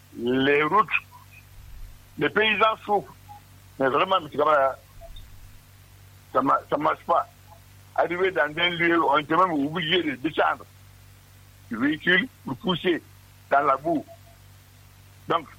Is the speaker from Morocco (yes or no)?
no; Koundou, Nzérékoré Region, Guinea; je viens du voyage de Conakry, de Koundou, Gekedou, Gekedou, dans mon village, à Koundou, Lengobango.